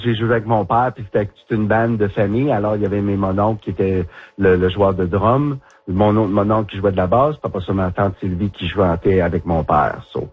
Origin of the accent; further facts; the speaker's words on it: Smooth Rock Falls, Ontario, Canada; moved away as an adult; now in Ottawa, Canada; Je suis un petit gars du nord de l'Ontario, moi aussi. Je viens de Smooth Rock Falls, Ontario. Alors, pas trop loin de Sudbury. Et puis, j'ai resté là 21 ans avant de m'en venir dans le bout d'Ottawa.